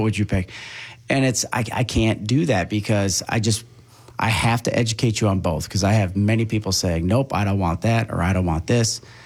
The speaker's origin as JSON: {"language": "English", "town": "Beaver Dam", "country": "United States", "tie": "born or raised there", "said": "I've born and raised in Beaverdam."}